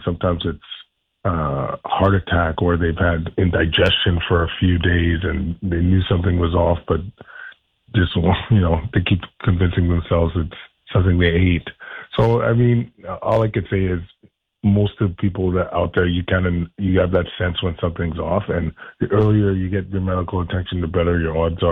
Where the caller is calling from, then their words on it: Vancouver, British Columbia, Canada; I'm at this conference right now. I'm actually calling from Vancouver